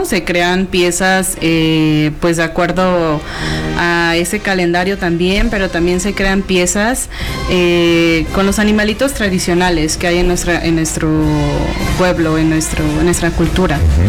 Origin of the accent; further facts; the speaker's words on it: San Martín Tilcajete, Oaxaca, Mexico; soy de Valles Centrales, de San Martín.